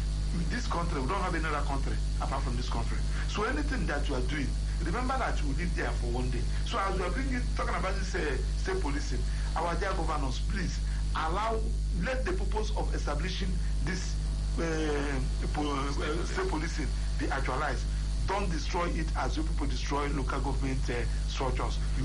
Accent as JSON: {"language": "English", "area": "Mbaise", "region": "Imo", "country": "Nigeria", "said": "And I'm from Mbise."}